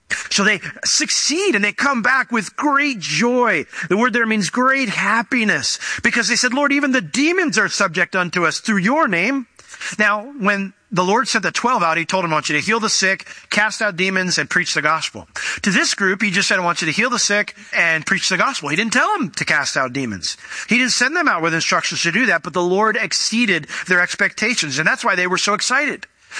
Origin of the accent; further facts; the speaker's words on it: New York, United States; They traded my favorite player when I was a kid. I grew up in New York. I was a Yankee fan, and they traded my favorite player.